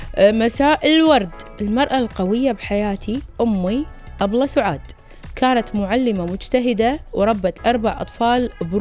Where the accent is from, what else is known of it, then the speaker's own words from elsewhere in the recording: United Arab Emirates; من الامارات.